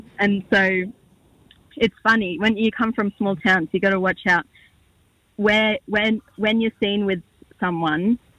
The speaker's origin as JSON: {"language": "English", "region": "Northern Territory", "country": "Australia", "said": "My mob are the Yolngu people from Miwach country, Yolngu country, up in the top end, right up in northeast Arnhem Land."}